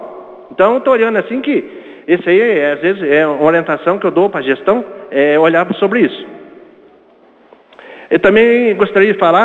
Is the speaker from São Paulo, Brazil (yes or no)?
no; Paraná, Brazil; eu sou nascido em Ribeirão Bonito, sou o vereador do Ribeirão Bonito